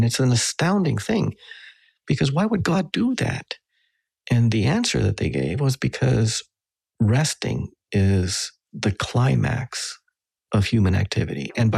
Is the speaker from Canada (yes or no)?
yes; Western Canada, Canada; because I grew up with him in Western Canada.